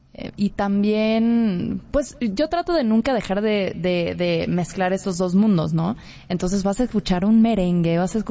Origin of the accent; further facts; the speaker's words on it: Mexico; Siendo mexicana y no hablar en español, me hizo dudar mucho en esa identidad mía, que era, yo soy mexicana, pero ¿y entonces por qué?